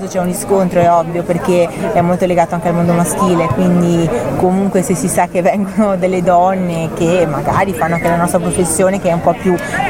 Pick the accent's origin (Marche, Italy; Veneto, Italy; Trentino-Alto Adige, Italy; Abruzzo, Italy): Veneto, Italy; Venice; ovvio che io sono di un'isola di Venezia, no? Sono veneziana.